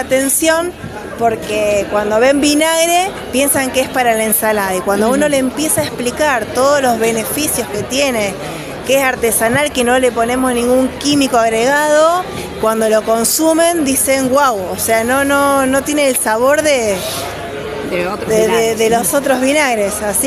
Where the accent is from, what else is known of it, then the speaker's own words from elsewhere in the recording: Rosario, Santa Fe, Argentina; buen día, somos de Rosario.